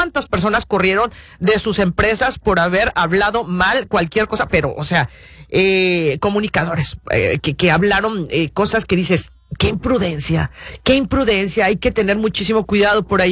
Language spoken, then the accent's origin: Spanish; Mexico; En un momento dado, pues yo soy mexicana, lógicamente voy a irle al equipo mexicano